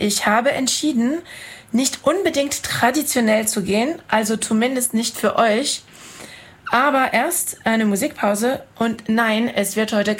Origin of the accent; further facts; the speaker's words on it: Caen, Normandy, France; German is a second language; Heute will ich mit euch das Jahrtausend meiner Heimatstadt Caen feiern.